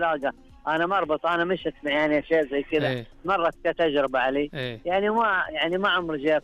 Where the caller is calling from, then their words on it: Badr, Medina Province, Saudi Arabia; أكلمكم من محافظة بدر، تبعد عن المدينة 140 باتجاه الغرب.